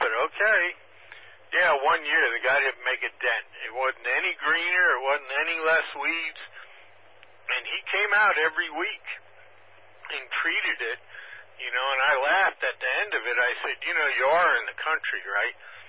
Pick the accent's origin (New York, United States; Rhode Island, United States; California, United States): New York, United States; moved away; growing up in New York